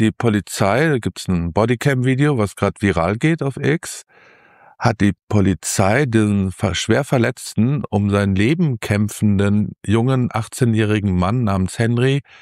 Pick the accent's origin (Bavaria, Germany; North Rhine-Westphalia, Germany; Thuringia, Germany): North Rhine-Westphalia, Germany; Hagen; Zum Beispiel gibt es ein Wort, ich komme ja aus Hagen, und dieses Wort wird nur in Hagen verwendet.